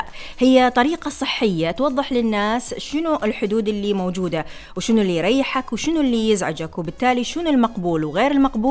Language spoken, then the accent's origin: Arabic; Iraq